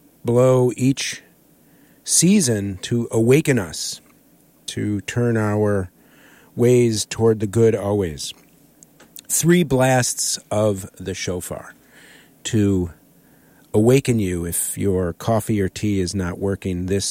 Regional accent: Milwaukee, Wisconsin, United States; moved away; from my hometown, Milwaukee, Wisconsin.

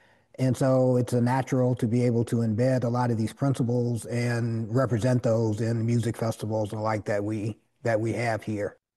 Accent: Detroit, Michigan, United States; born or raised there

